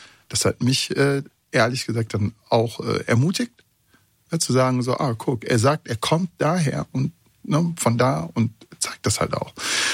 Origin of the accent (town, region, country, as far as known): Bonn, North Rhine-Westphalia, Germany